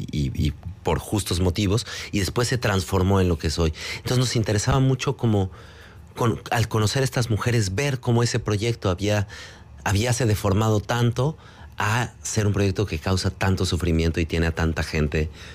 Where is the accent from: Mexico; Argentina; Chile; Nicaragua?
Mexico; cuando como mexicanas, mexicanos íbamos a Centroamérica